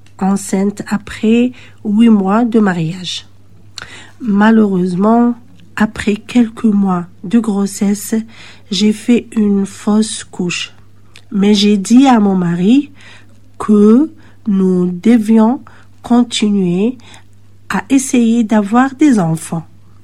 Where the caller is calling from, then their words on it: Algeria; je suis algérienne.